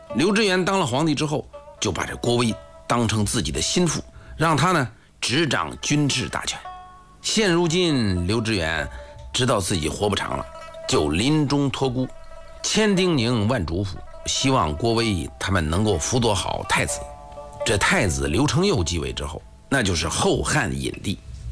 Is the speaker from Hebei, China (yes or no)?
yes; Hebei, China